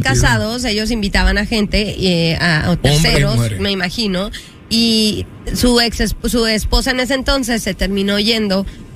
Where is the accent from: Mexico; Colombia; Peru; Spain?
Mexico; Chihuahua; Yo soy lindo, de Chihuahua, sí.